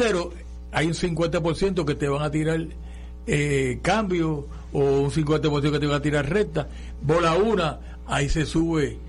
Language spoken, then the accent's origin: Spanish; San Juan, Puerto Rico; born there; yo nací en Santurce